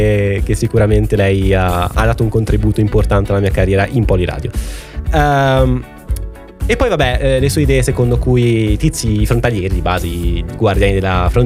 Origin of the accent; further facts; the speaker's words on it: Nova Milanese, Lombardy, Italy; Lui era di Nova Milanese, cioè del mio paese.